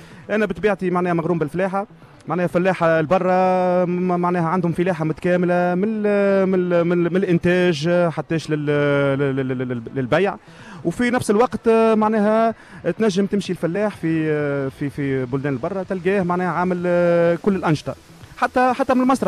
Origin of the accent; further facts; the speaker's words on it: Testour, Béja, Tunisia; نحن تساتريه رانا معناها ناس معناها كرماء، وانا تونسي